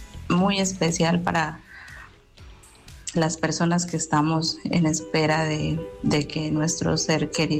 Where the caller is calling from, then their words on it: Maní, Casanare, Colombia; Y desde aquí de Manica Sanare les enviamos un abrazo gigante